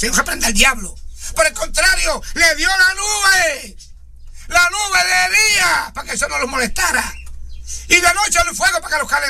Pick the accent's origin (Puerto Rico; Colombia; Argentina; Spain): Puerto Rico; Bayamón; moved away; Yo fui a un día a Bayamón, mi pueblo de Puerto Rico.